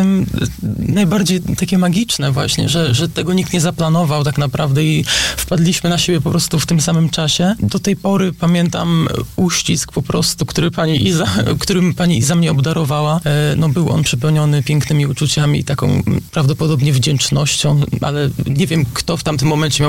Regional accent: Toruń, Kuyavian-Pomeranian Voivodeship, Poland; born there; urodziłem się w Toruniu, więc można tak powiedzieć dosłownie od urodzenia, natomiast no, bywam tutaj praktycznie codziennie, więc można tak powiedzieć, że już się określam jako osoba mieszkająca tutaj.

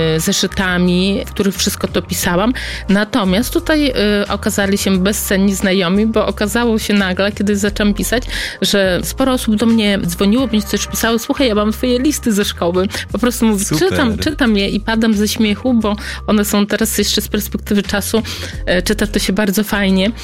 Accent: Podlaskie Voivodeship, Poland; moved away as an adult; now in Brussels, Belgium; Ja pochodzę z Podlasia. Jest to no tak piękna kraina

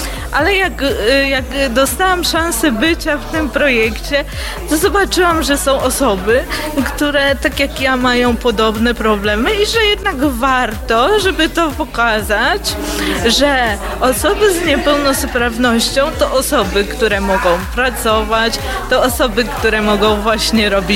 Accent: Ostróda, Warmian-Masurian Voivodeship, Poland; jestem z Ostródy.

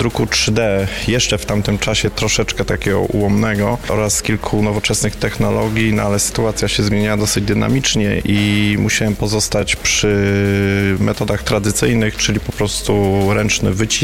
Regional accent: Słupca, Greater Poland Voivodeship, Poland; odkąd pamiętam, od dziecka, jak mieszkam w Słupcy

